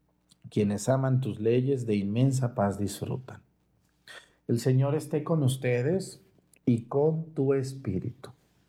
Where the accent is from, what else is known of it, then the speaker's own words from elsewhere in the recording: Mexticacán, Jalisco, Mexico; Y invito a la gente de mi pueblo, de Mexticacán, que se vayan al santuario a vender comida y paletas y cañas y fruta y agua fresca